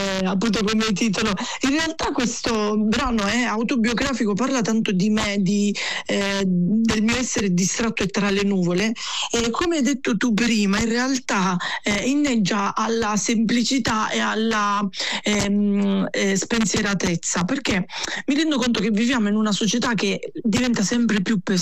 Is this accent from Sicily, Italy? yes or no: yes; Ragusa, Sicily, Italy; moved away as an adult; io sono siciliano, sono nato a Ragusa, praticamente una delle regioni più a sud d'Italia, e ho vissuto fino a qualche anno fa lì in Sicilia, quindi sì, sono proprio siciliano, le mie origini sono del sud-sud.